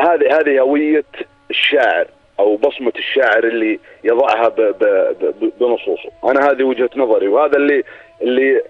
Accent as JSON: {"language": "Arabic", "country": "Jordan"}